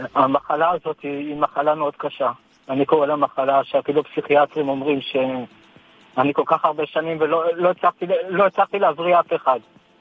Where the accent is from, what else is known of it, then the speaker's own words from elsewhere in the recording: Jerusalem, Jerusalem District, Israel; now in Azarya, Israel; אני יליד ירושלים, היום אני גר במושב עזריקה.